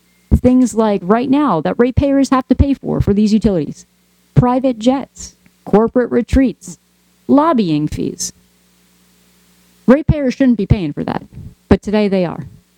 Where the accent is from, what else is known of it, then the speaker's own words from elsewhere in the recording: Hudson Valley, New York, United States; I grew up here in the Hudson Valley.